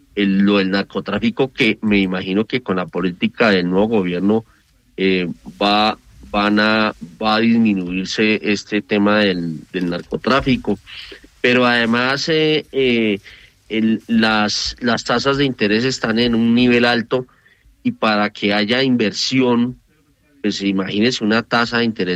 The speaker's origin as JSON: {"language": "Spanish", "town": "Bogotá", "region": "Bogotá Capital District", "country": "Colombia", "said": "Esto es para quienes somos cachacos y bogotanos"}